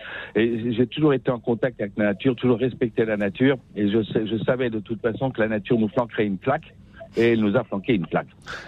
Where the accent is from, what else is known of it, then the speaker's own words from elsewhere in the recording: Tataouine, Tataouine Governorate, Tunisia; also born or lived in Germany; Je suis né en Tunisie, j'aurais dû naître en Indochine, mais je suis né en Tunisie, c'est comme ça, mon père était militaire. Et j'ai vécu dans un petit village au bord du désert, qui s'appelle Fountataouine.